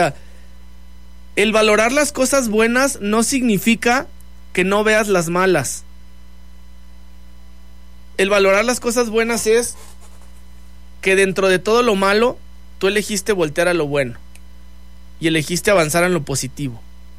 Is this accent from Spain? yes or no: no; Mexico; nuestro trabajo como mexicanos no es estar quemando más a nuestro país